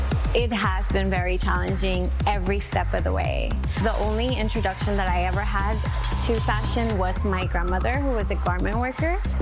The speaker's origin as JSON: {"language": "English", "town": "Los Angeles", "region": "California", "country": "United States", "tie": "born or raised there", "said": "My parents are from Mexico, from Puebla, and I grew up here in South Central, born and raised."}